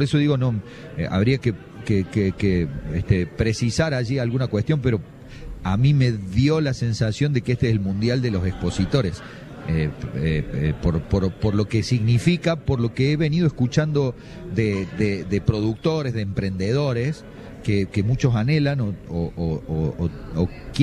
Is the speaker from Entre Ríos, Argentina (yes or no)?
no; Jesús María, Córdoba, Argentina; Nosotros sí. Somos de Jesús María, decimos que el festival de Jesús María es